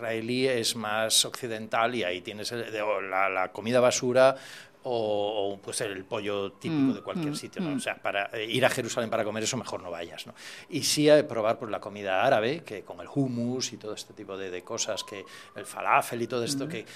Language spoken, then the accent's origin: Spanish; Galicia, Spain